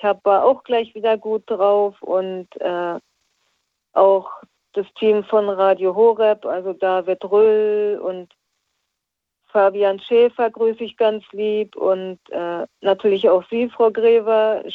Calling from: Berlin, Germany; ich bin aus Berlin

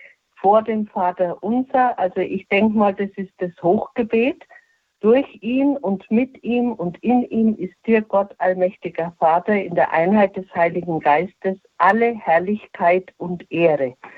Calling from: Sand am Main, Bavaria, Germany; Aus Unterfranken, aus Sand am Main.

